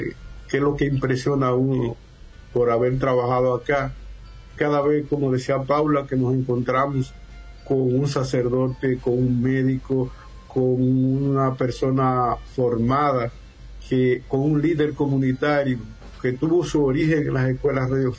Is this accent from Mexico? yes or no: no; Dominican Republic; desarrollarme como ser humano, como dominicano